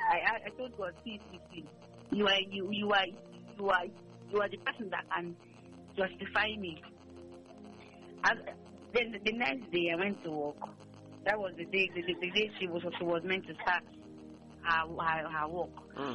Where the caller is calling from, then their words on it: Okigwe, Imo, Nigeria; I'm calling from Okigwe, sir.